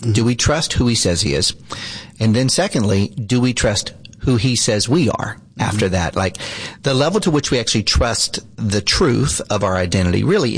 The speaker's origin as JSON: {"language": "English", "region": "the South", "country": "United States", "tie": "born or raised there", "said": "I grew up in the South, we didn't use sugar much in our house."}